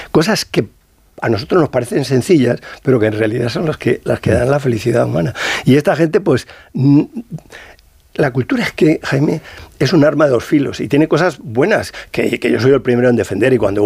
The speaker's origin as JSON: {"language": "Spanish", "town": "Madrid", "region": "Community of Madrid", "country": "Spain", "lives_now": "Salamanca, Spain"}